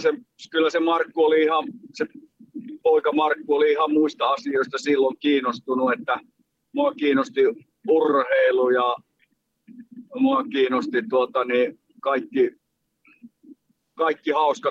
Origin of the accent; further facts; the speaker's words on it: Kuopio, North Savo, Finland; now in Kiiminki, Oulu, Finland; syntymäkaupunkini Kuopioon. Ja tietysti haluan Kanttilassa sen julkkarit tehdä, koska se on minun kotiympäristö. Mä oon Vuorikadulta siitä ihan kirkon kupeelta käynyt koulut Selmanin koulussa ja Kuopion lyseossa